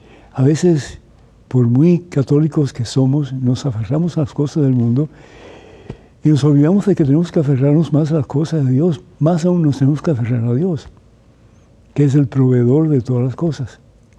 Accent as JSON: {"language": "Spanish", "country": "Cuba", "moved": "yes", "said": "Mis padres, mi familia, yo somos de Cuba y salimos sin un centavo de Cuba. Ellos salieron 5 años después que nosotros, mi hermano y yo."}